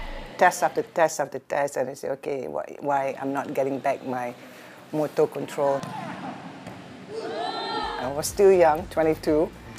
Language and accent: English; Malaysia; I'm from Malaysia. I'm 56 years old and I'm currently working as a lecturer in the sports faculty here in Malaysia, Kuala Lumpur.